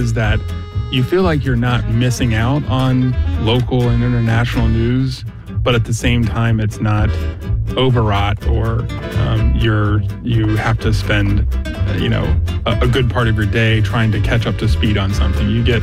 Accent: Cincinnati, Ohio, United States; from Madisonville. I grew up listening with my dad.

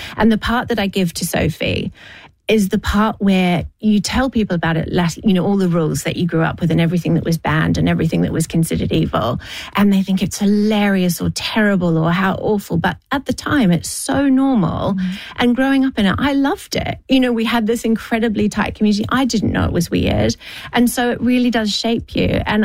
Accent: New Zealand; born or raised there

